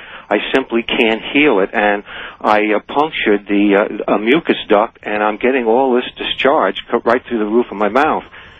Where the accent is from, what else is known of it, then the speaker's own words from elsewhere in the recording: California, United States; I'm from Southern California, and I love this valley.